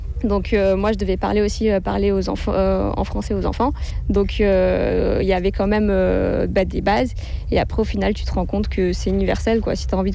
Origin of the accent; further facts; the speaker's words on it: Montpellier, Occitanie, France; moved away as an adult; Donc je suis de Montpellier à la base, mais c'est vrai que je me voyais pas rester à Montpellier.